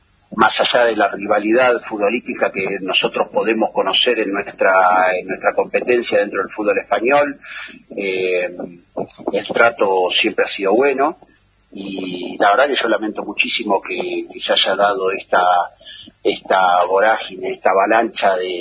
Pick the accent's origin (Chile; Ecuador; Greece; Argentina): Argentina; now in Spain